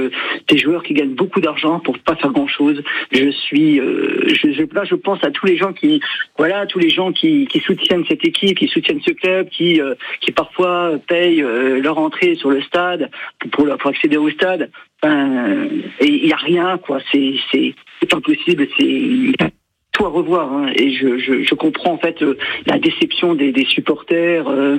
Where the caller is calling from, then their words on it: Metz, Grand Est, France; nous, Messins, moi je vis sur Metz